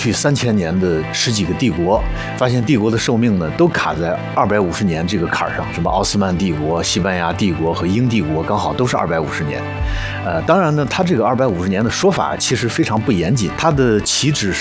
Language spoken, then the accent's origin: Chinese; China; 我们中国人